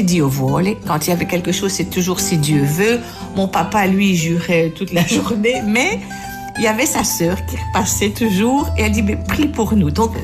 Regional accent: Foligno, Umbria, Italy; now in France; Je suis originaire de Foligno. Foligno, c'est en Ombrie. Tout près d'Assise, où il y a Saint-François quand même.

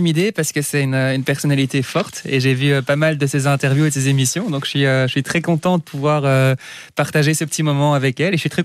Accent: Woluwe-Saint-Pierre, Brussels-Capital Region, Belgium; Donc je suis un Woluwe Saint-Pétrusien.

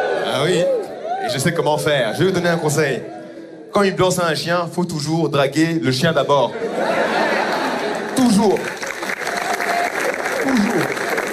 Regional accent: Rwanda; Je suis rwandais.

